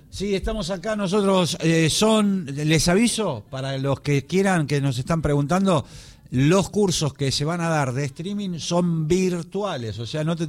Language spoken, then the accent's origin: Spanish; Argentina